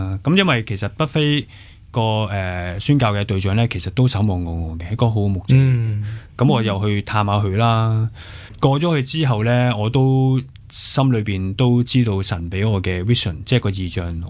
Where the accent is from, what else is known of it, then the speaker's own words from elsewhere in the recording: Hong Kong; 我哋香港人